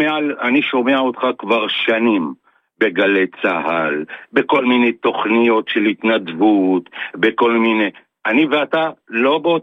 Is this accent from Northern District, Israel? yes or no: no; Ra'anana, Central District, Israel; אני מרעננה. תשמע.